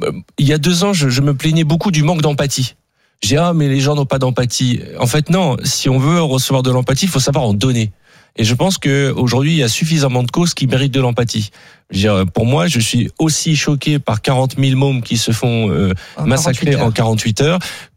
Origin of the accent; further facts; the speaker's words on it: France; c'est la première bien fois en 30 ans que moi je suis français avant d'être juif